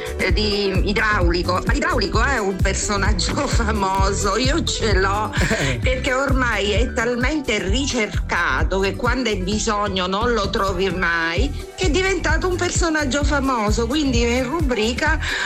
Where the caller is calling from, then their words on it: Reggio Calabria, Calabria, Italy; da Reggio Calabria.